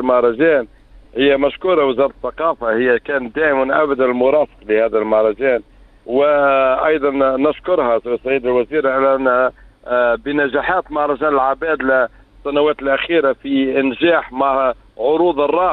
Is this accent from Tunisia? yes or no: yes; Tunisia